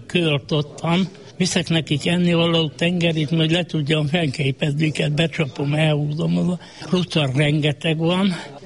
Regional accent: Tarcea, Bihor, Romania; itt nőttem fel

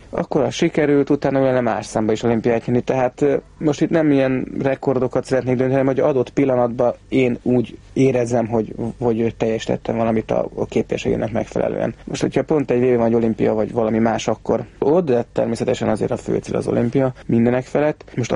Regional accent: Budapest, Hungary; born there; Pesten születtem

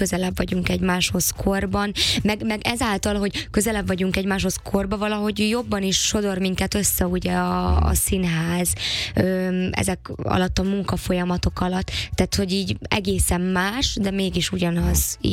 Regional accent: Felvidék, Slovakia; moved away as an adult; now in Budapest, Hungary; én Felvidékről jöttem, igaz, hogy egy színészi családból

